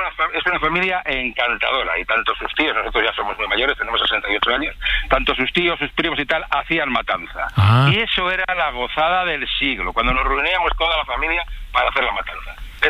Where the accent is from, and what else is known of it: Valladolid, Castile and León, Spain